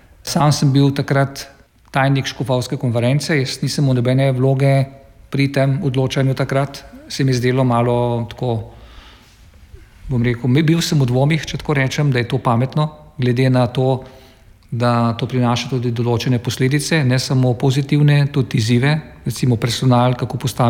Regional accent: Mirna Peč, Southeast Slovenia, Slovenia; born or raised there

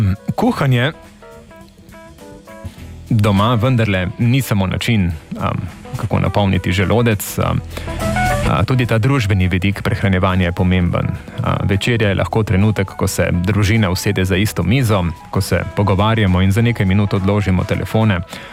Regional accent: Slovenian Littoral, Slovenia; rezultati ankete so pokazali, da Primorci še vedno in tudi telefonov seveda prisegamo na domačo kuhinjo.

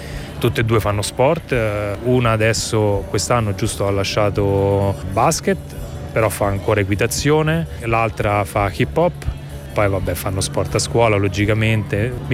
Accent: Naples, Campania, Italy; born there; io sono nato a Napoli

